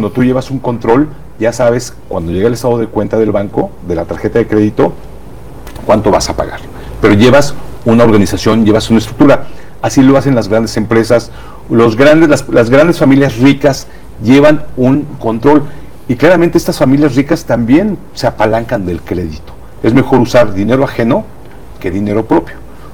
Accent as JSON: {"language": "Spanish", "country": "Mexico", "said": "como mexicanos nos quedamos solamente con una sola fuente de ingreso."}